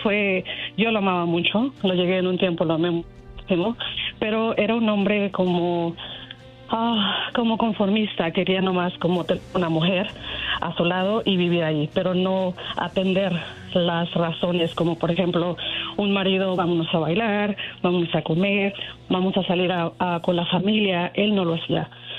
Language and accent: Spanish; Mexico; a mí me encantan las carreras de caballos, soy mexicana, me gustan mucho las bandas, los rodeos, todo eso.